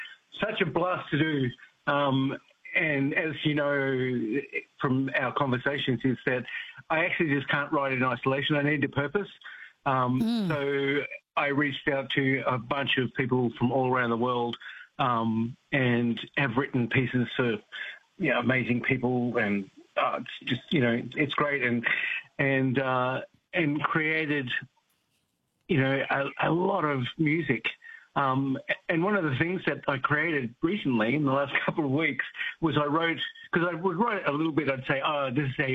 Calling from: Canada; Good morning from Canada, and I have to tell you that I grew up on Chico Rolls and I love them.

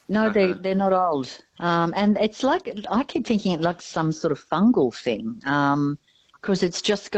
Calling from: Alice Springs, Northern Territory, Australia; I'm calling from Alice Springs, Currajong Drive.

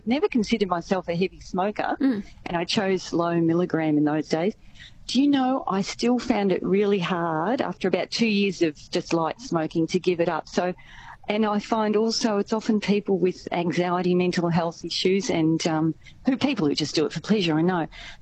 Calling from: Echuca, Victoria, Australia

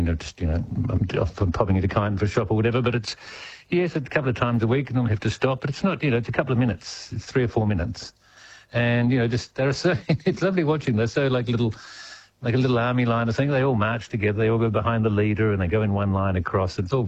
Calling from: Malmesbury, Victoria, Australia; I'm a Malmesbury boy. We've been here about 10 or 11 years.

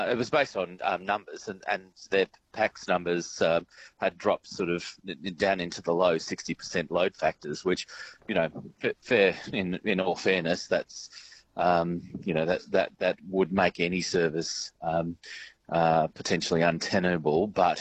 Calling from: Northern Territory, Australia; I'm calling from the Devil's Marbles Hotel, where there's a truck ton of tourists out the front

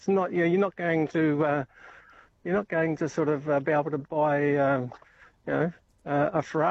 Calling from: Western Australia, Australia; I'm not far from Boyan up. I'm just off Caves Road at the moment, just north of Margaret River.

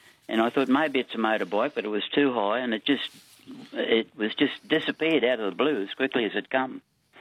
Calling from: Malanda, Queensland, Australia; I'm ringing from Malanda on the Atherton Tableland.

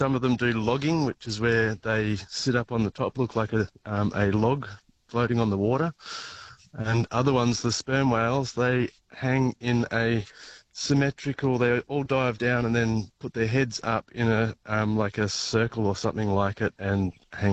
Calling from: Mullumbimby, New South Wales, Australia; Bimby, main arm.

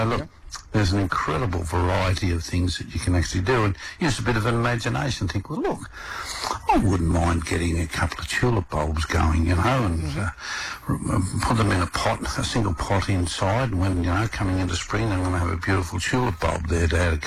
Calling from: Mount Coolum, Queensland, Australia; At Mount Coolum, in fact, I'm right at the base of Mount Coolum

